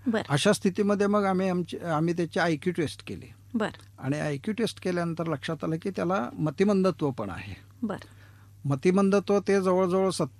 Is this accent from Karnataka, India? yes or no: yes; Karnataka, India; now in Nashik, India; आमचं मूळ गाव निपाणीजवळ एक छोटं खेडं आहे पांगेर म्हणून.